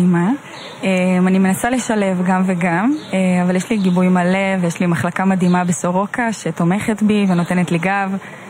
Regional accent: Lehavim, Southern District, Israel; אני דרומית במקור, אני מלהבים.

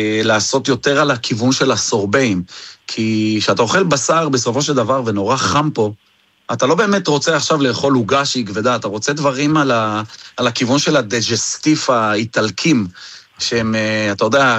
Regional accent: Jerusalem, Jerusalem District, Israel; אנחנו ירושלמים

